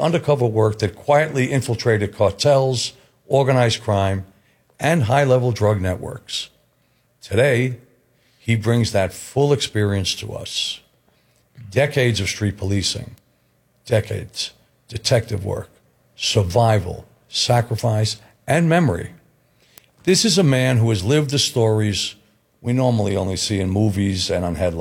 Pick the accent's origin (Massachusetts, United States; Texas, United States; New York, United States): New York, United States; New York City; Both of us growing up in the Bronx.